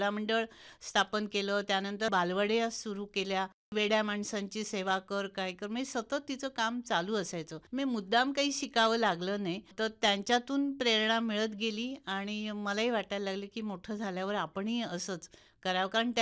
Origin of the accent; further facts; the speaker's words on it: Kasal, Maharashtra, India; also born or lived in Redi; माझं बालपण गेलं कसालला.